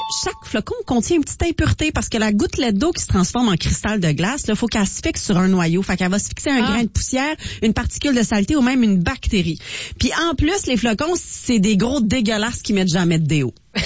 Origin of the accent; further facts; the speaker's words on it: Val-d'Or, Quebec, Canada; Val-d'Or, chez nous, en Abitibi